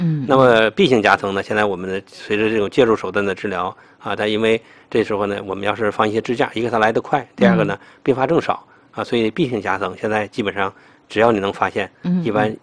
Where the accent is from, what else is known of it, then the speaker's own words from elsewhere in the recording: China; 我们中国人的这个患病率